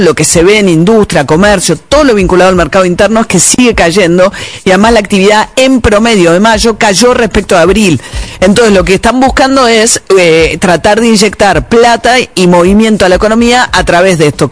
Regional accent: Argentina

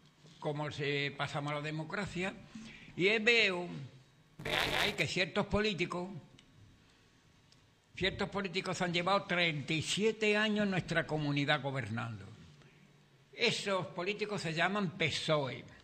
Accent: Spain; España, me duele mi tierra, porque ya yo tengo muchos años y veo que en la actualidad no vivimos como en una democracia.

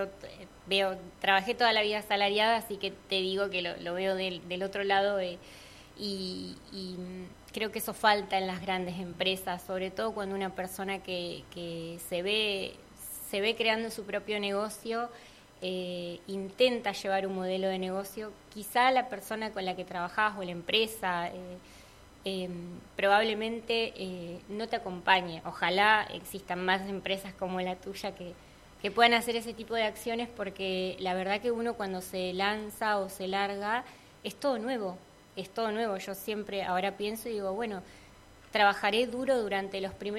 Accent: Cipolletti, Río Negro, Argentina; Soy nacida y criada en Sipo

